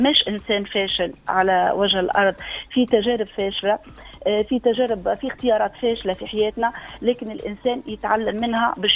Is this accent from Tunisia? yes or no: yes; Tunisia; now in United Arab Emirates; احنا كمواطن تونسي كمواطنه تونسيه